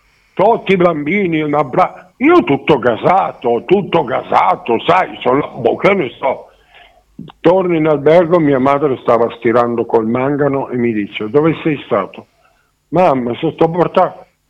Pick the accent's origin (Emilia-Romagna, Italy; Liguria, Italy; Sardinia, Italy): Liguria, Italy; Alassio; sono di Alassio